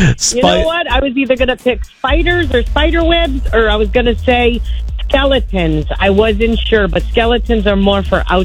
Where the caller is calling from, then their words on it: Fairfield, Connecticut, United States; I'm calling from Fairfield.